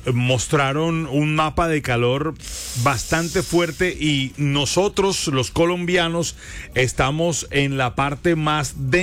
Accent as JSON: {"language": "Spanish", "region": "Caribbean Region", "country": "Colombia", "said": "Yo soy un costeño distinto."}